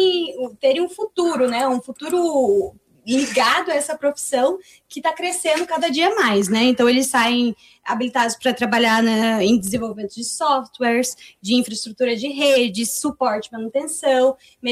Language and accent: Portuguese; Corumbá, Mato Grosso do Sul, Brazil; moved away; Eu sou de Corumbá